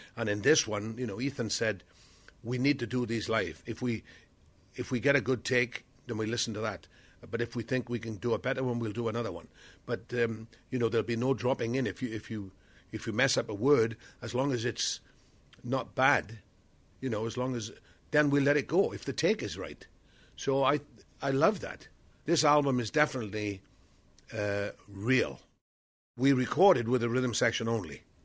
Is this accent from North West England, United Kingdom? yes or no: no; Wales, United Kingdom; born or raised there